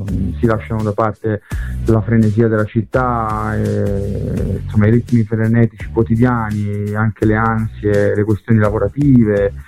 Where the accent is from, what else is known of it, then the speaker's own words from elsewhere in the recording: Apulia, Italy; moved away; parlo da pugliese io, no? Questa cosa non la vivo ormai da tantissimi anni, però quando ero ragazzo, no, che vivevo in Puglia